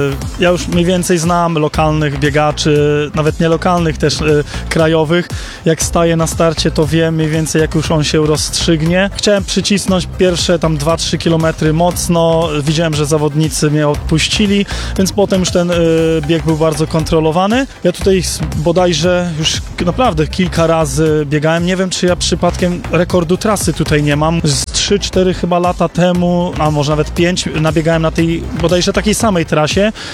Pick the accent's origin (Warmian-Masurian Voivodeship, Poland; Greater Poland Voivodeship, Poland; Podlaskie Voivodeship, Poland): Warmian-Masurian Voivodeship, Poland; Olsztyn; born there; jestem mieszkańcem, urodziłem się tutaj w Olsztynie